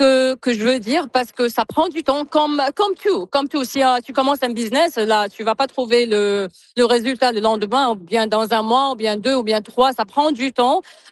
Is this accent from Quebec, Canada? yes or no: no; New Brunswick, Canada; Je suis de Nouveau-Brunswick, je suis pas d'ici.